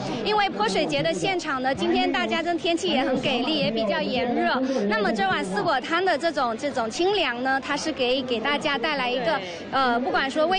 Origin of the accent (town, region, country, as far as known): Fujian, China